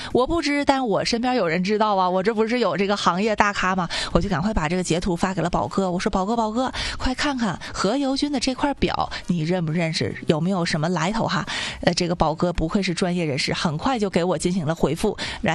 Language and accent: Chinese; Northeast China, China; 用我们东北话